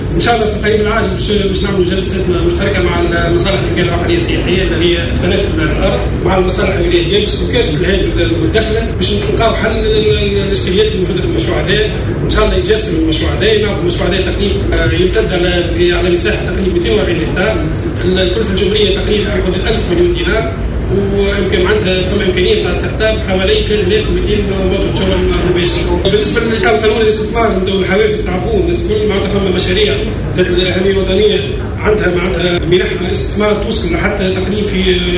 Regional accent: Tunisia; عندنا في تونس

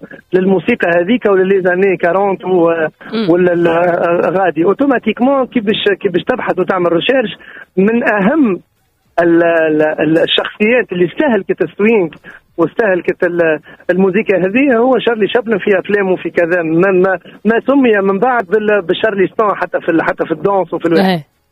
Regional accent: Tunisia; أنا فنان أنا فنان تونسي

